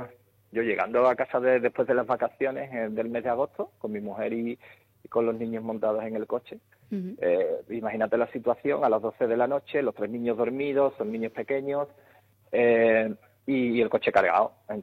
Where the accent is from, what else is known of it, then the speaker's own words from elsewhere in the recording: Chipiona, Andalusia, Spain; Aunque tengo que decir que yo soy de Cádiz, soy de Chipiona, pero bueno, ya soy.